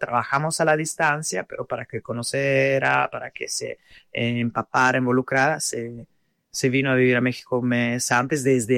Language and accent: Spanish; Italy; moved away; yo también siendo europea, de origen italiana